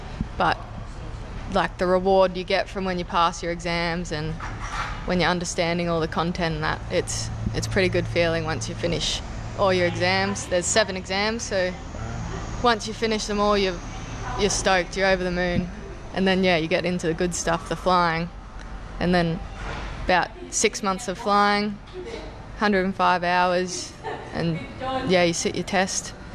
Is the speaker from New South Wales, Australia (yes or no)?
no; Katherine, Northern Territory, Australia; I'm from Katherine.